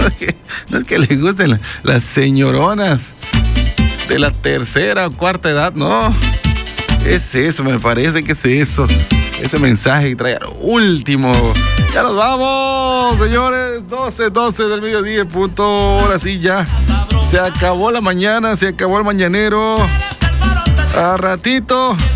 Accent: Mexico; Somos los mexicanos.

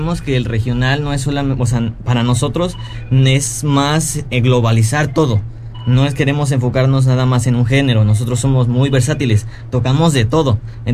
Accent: Mexico; lo que nos representa como mexicanos

